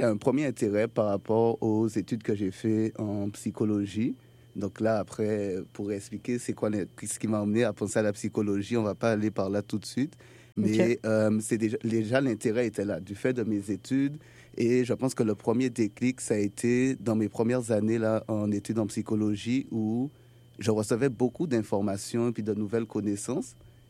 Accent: Martinique; moved away as an adult; also born or lived in Paris; now in Montreal, Canada; Ça fait 7 ans maintenant que je vis à Montréal. Sinon, je suis originaire de la Martinique, petite île dans la Caraïbe.

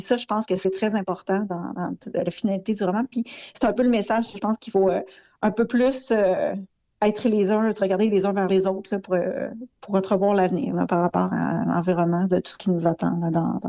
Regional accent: L'Ascension, Quebec, Canada; qu'il y a eu mon village natal à l'Ascension, il y a eu des pluies diluviennes.

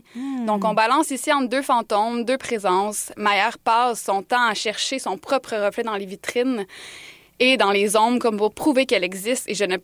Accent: Montreal, Quebec, Canada; chez nous à Montréal

